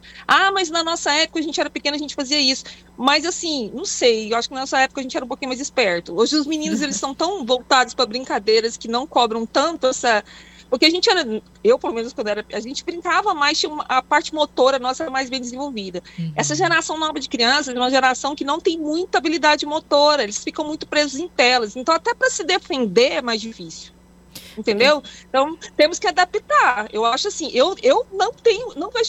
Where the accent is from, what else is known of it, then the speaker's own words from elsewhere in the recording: Tocantins, Brazil; Eu sou do Tocantins, aqui tem muito isso.